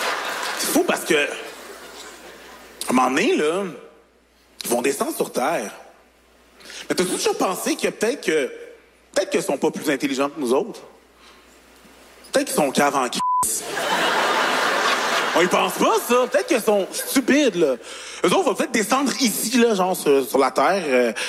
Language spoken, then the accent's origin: French; Longueuil, Quebec, Canada; accent: Longueuil; Puis je leur réponds, Longueuil. Je viens de Longueuil. C'est un accent de Longueuil, là. Mon pays d'origine.